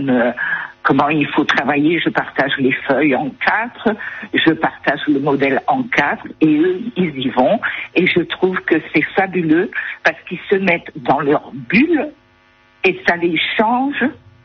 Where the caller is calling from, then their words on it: Roquebrune-sur-Argens, Provence-Alpes-Côte d'Azur, France; je suis à Roquebrune-sur-Argent.